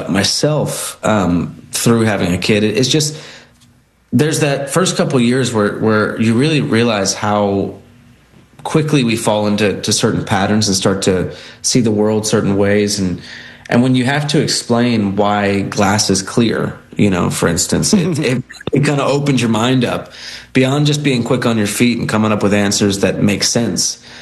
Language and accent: English; New Jersey, United States; Well, as I mentioned, we grew up in Jersey